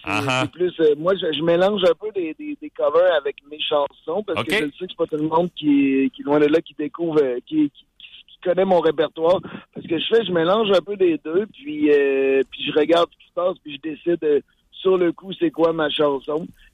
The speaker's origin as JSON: {"language": "French", "town": "Quebec City", "region": "Quebec", "country": "Canada", "said": "Moi, je viens de Québec, là."}